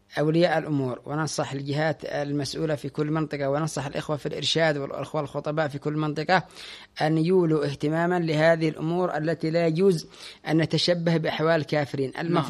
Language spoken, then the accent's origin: Arabic; Tihama, Yemen; كان عندنا في تهامة